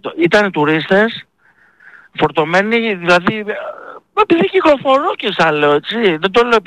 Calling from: Piraeus, Attica, Greece

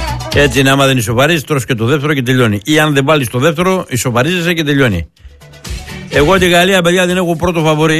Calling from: Bielefeld, North Rhine-Westphalia, Germany; από Μπίλεφελντ

